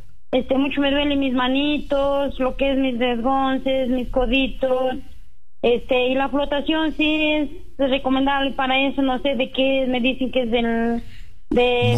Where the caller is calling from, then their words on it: Hualgayoc, Cajamarca, Peru; Yo soy de Hualgayoc